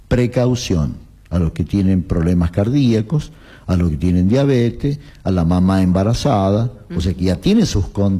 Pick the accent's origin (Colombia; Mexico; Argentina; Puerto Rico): Argentina; somos los argentinos